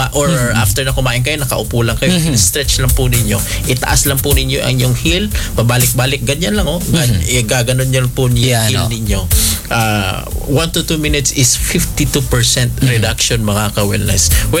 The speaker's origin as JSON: {"language": "Tagalog", "region": "Mindanao", "country": "Philippines"}